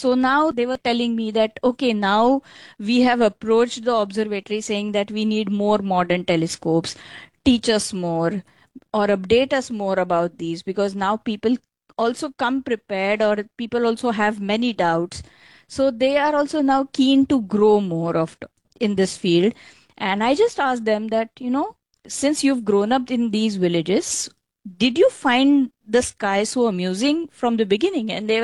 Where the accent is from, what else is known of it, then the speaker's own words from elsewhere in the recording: Mumbai, Maharashtra, India; First of all, being a city girl, I'm born and brought up in Mumbai.